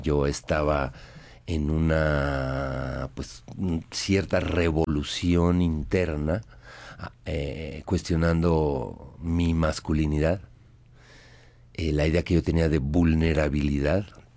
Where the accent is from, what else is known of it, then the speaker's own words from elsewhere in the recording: Mexico City, Mexico; Sí, aquí he vivido siempre, aquí me eduqué y soy mexicano.